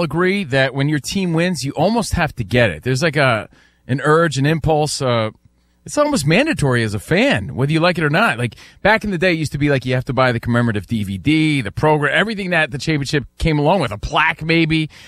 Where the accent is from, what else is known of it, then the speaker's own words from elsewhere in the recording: New York, United States; I love that team. I'm from New York.